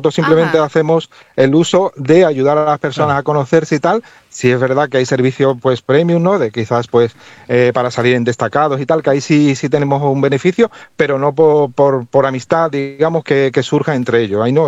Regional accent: Cádiz, Andalusia, Spain; soy de Cádiz

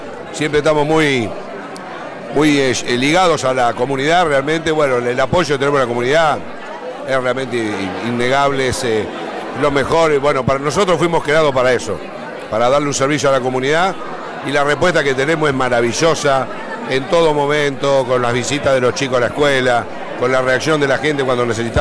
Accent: Ingeniero White, Buenos Aires Province, Argentina; yo soy nacido en el hospital de Ingeniero Guay. Trabajé en Ingeniero Guay, trabajo en Ingeniero Guay, hice el servicio militar en prefectura, soy bombero voluntario, o sea, toda mi vida pasó por Ingeniero Guay, vivo en Ingeniero Guay

